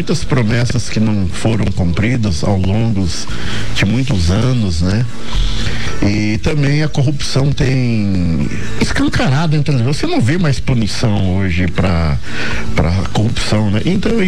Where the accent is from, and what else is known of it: Brazil